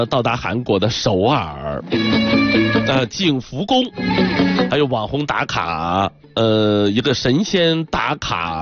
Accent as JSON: {"language": "Chinese", "town": "Jincheng", "region": "Shanxi", "country": "China", "tie": "born or raised there", "moved": "yes", "lives_now": "Yuncheng, China", "said": "听说我们老家那边就晋城市临川县避暑胜地啊"}